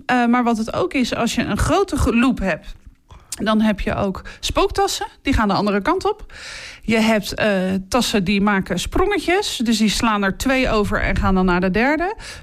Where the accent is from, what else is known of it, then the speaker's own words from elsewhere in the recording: Gouda, South Holland, Netherlands; moved away as an adult; now in Katwijk, Netherlands; ik kom uit Gouda.